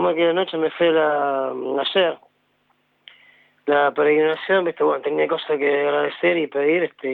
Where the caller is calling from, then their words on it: San Justo, Buenos Aires Province, Argentina; De San Justo.